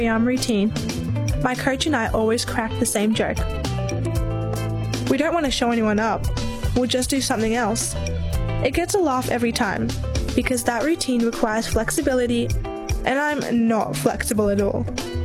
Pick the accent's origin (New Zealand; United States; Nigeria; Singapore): Nigeria; now in Ballarat, Australia; I'm one of the few girls of color doing calisthenics in Ballarat. I'm Nigerian. I have black skin and thick, curly hair.